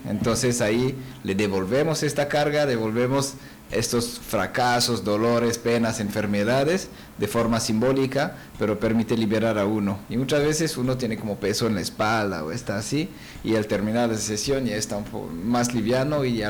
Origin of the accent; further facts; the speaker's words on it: Geneva, Switzerland; moved away; Yo soy de Ginebra, de la parte Ginebra. Francesa.